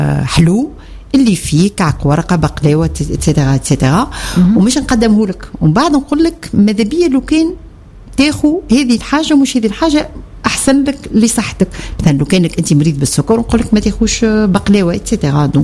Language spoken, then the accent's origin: Arabic; Tunisia; احنا عندنا في تونس